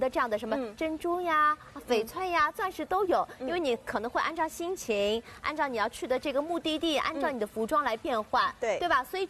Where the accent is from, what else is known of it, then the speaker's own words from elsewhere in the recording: Shanghai, China; 阿拉上海人